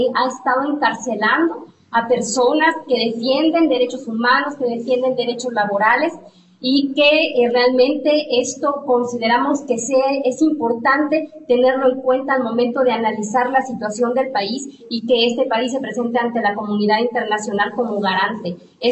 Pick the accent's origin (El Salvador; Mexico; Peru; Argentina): El Salvador; como sociedad salvadoreña debemos de analizar.